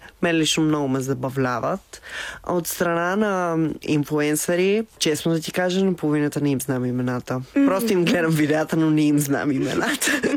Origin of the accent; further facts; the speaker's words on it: Kyustendil, Kyustendil Province, Bulgaria; also born or lived in Paris, France; Аз съм роден реално в Париж. Да, мама и тата там са се запознали и двамата са българи. И аз там съм роден. Живял съм много малко, една година. И след това сме се върнали отново в България. Иначе съм израснал в Кюстендил.